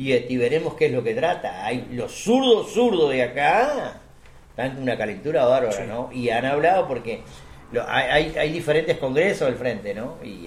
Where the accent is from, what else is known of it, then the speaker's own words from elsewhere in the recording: Uruguay; mi paisito